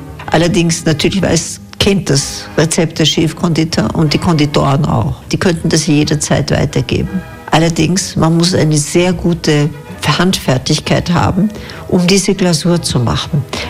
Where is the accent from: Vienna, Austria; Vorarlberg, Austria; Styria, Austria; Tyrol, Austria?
Vienna, Austria; ich bin Wienerin, ich war in der Schule in Wien, ich habe studiert in Wien, da kenne ich wahnsinnig viele Leute.